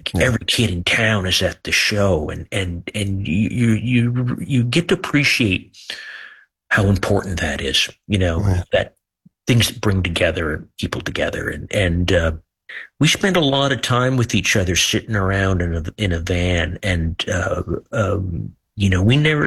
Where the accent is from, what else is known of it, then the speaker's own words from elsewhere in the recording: Kingston, Ontario, Canada; We're just guys from Kingston, Ontario.